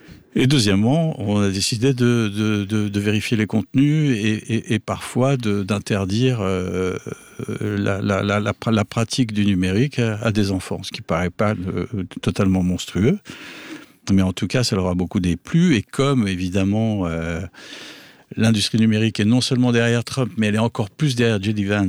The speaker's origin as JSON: {"language": "French", "country": "France", "said": "Non, parce que vous savez, je suis français."}